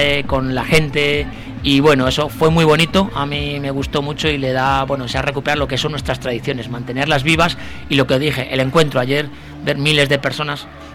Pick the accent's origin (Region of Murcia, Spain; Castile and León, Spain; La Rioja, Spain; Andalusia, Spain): La Rioja, Spain; en La Rioja somos todos